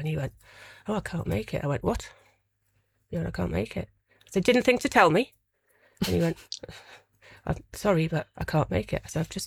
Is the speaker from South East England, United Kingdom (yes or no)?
no; Tynemouth, North East England, United Kingdom; So I was brought up in Tynemouth. Brought up in the northeast of England. I had a very privileged childhood. Not a very happy one, but a very privileged one. So I was privately educated up until the age of 18.